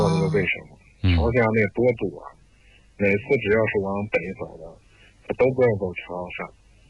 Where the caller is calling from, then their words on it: Shijiazhuang, Hebei, China; 我就是石家庄的网约车司机